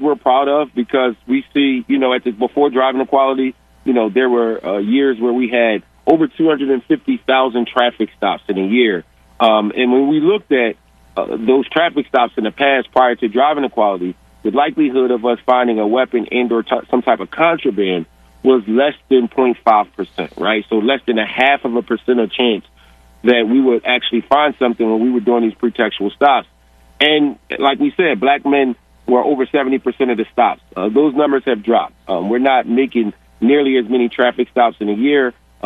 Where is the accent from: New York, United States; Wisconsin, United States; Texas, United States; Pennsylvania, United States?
Pennsylvania, United States; Philadelphia; For a lot of us growing up in Philadelphia, getting pulled over by the police was honestly a rite of passage.